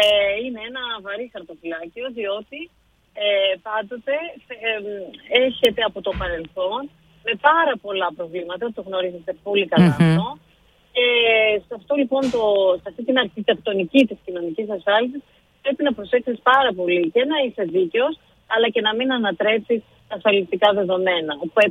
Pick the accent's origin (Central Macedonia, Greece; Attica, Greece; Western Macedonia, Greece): Central Macedonia, Greece; Thessaloniki; Προφανώς είναι από τη Θεσσαλονίκη, είναι η πόλη μου, είναι οι άνθρωποι μου εδώ.